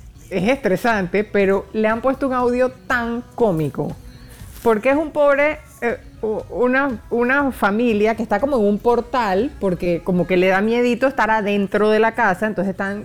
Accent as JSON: {"language": "Spanish", "country": "Panama", "said": "esos somos los panameños"}